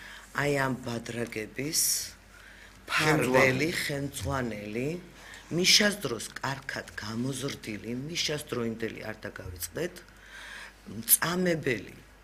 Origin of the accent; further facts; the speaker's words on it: Samtredia, Imereti, Georgia; დიახ, თვითონაც სამტრედიელია და მე სამტრედიელში დაბადებული გაზრდილი ვარ და მე და ეკა ერთ სკოლაში ვსწავლობდით.